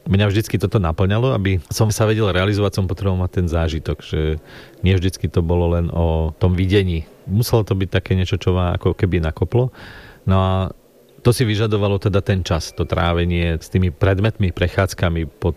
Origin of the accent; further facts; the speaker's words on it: Černová, Žilina Region, Slovakia; also born or lived in Ružomberok; narodil som sa v Ružomberku, býval som v Černovej celé svoje detstvo vlastne na dedine